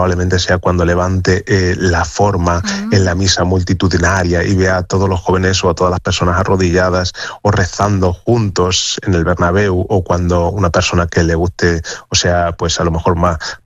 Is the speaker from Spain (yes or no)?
yes; Spain; somos los españoles